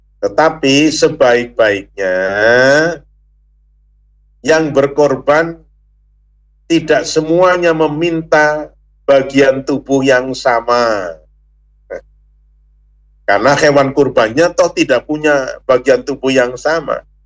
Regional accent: Banyumas, Central Java, Indonesia; Nah, maka sebaik-baiknya bahasa kita orang Banyumas tidak ngarani.

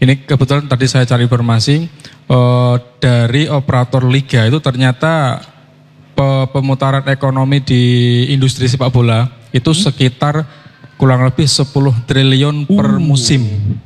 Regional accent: Rembang, Central Java, Indonesia; sebenarnya saya bukan orang Semarang, saya orang Rembang.

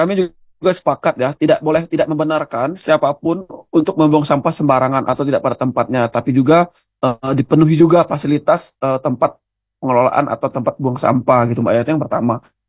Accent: Palembang, South Sumatra, Indonesia; kita sebagai warga Kota Palembang

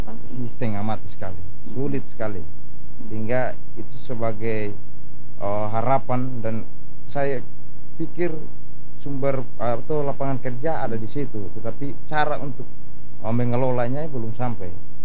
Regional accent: Alor, East Nusa Tenggara, Indonesia; moved away as an adult; Kalau saya kampungnya di Uskan, tepatnya di Uskan, okay. Desa Halerman, Kecamatan Alor Barat Daya.

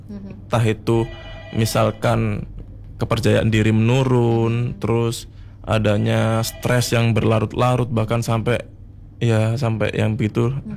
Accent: Java, Indonesia; kalau kita orang Jawa tahu unggah-ungguh ya Mbak.

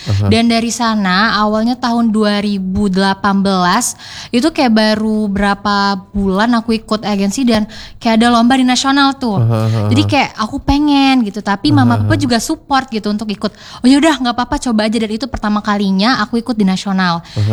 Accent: Palembang, South Sumatra, Indonesia; Karena kan saya ini dari Indonesia dan dari Palembang gitu.

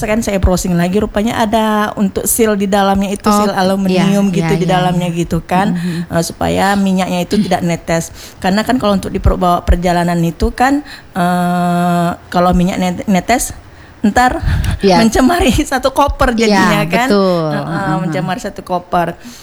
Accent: Air Molek, Riau, Indonesia; kampung saya kan di Air Molek.

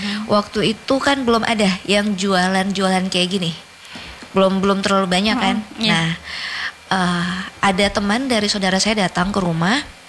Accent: South Sulawesi, Indonesia; Iya, saya Bugis.

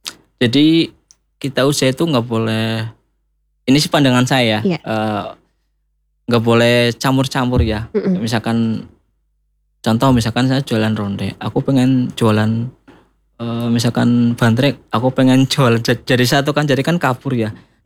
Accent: Purwokerto, Central Java, Indonesia; kota saya sendiri di Purwokerto.

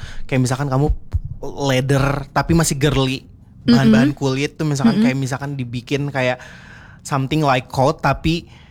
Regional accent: Subang, West Java, Indonesia; born there; now in Bandung, Indonesia

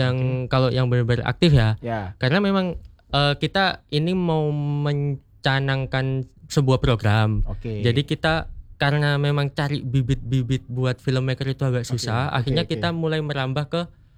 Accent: Sidoarjo, East Java, Indonesia; also born or lived in Jakarta; now in Surabaya, Indonesia; Memang saya aslinya orang Sidoarjo. Cuman waktu datang ke Surabaya karena dari film

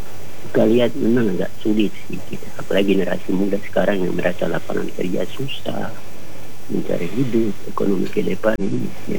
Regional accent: Papua, Indonesia; Jadi ini hanya objek saja untuk kami orang Papua bilang masuk NKRI

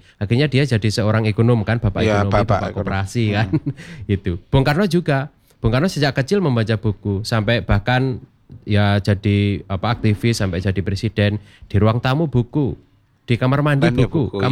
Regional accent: Pacitan, East Java, Indonesia; moved away; Karena saya orang Pacitan

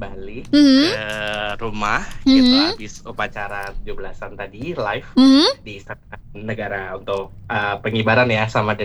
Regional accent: Java, Indonesia; Kemudian kebetulan karena aku orang Jawa dan aku suka banget pakai beskap karena terlihat elegan.

